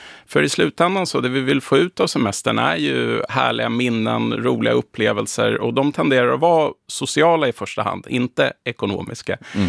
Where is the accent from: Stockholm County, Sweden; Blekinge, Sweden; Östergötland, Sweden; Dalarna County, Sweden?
Stockholm County, Sweden; Stockholm; som stockholmare